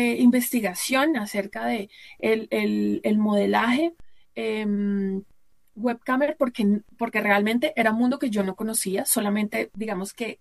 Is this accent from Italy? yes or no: no; Bogotá, Colombia